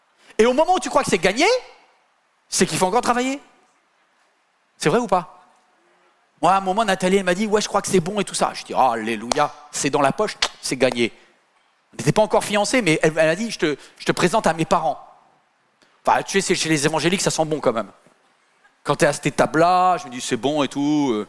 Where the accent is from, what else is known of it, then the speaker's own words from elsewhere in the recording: Paris, Île-de-France, France; Moi, je viens de Paris, moi, j'ai laissé l'église, il y avait déjà Denise qui était là et tout ça.